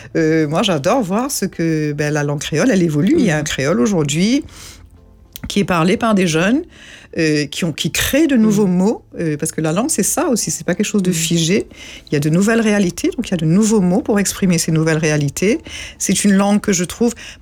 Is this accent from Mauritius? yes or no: yes; Mauritius; first language Mauritian Creole; pour 90% plus des Mauriciens, la langue créole, c'est notre langue maternelle.